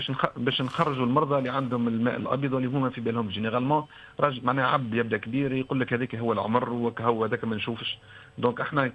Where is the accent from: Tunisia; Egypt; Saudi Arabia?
Tunisia; احنا عندنا موجود في تونس